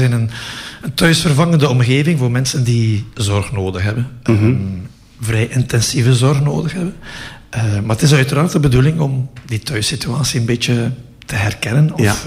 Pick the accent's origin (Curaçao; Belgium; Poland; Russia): Belgium; Bruges, Flanders; also born or lived in Lendelede / Wingene; ik ben een Bruggeling